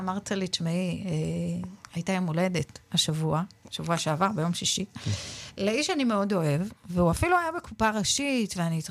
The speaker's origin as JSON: {"language": "Hebrew", "town": "Paris", "region": "Île-de-France", "country": "France", "said": "אני מפריז. סן ג'רמן."}